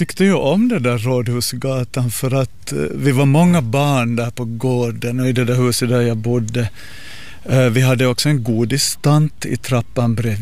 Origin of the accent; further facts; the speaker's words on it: Jakobstad, Ostrobothnia, Finland; jag är född i Jakobstad och gått i skola i Jakobstad, men alla somrar har jag tillbringat i Larsmo. Min pappa är hemma från Larsmo.